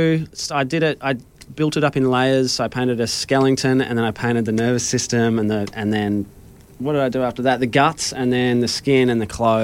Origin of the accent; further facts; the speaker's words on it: Melbourne, Victoria, Australia; I'm from Melbourne.